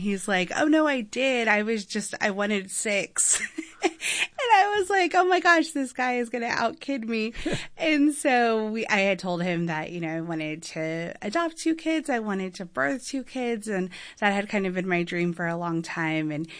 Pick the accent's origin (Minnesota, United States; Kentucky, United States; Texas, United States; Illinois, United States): Texas, United States; San Antonio; born and raised in San Antonio, went to UT in Austin for undergrad, came back to San Antonio to be a public school teacher, eventually made my way to law school in Houston, and then came back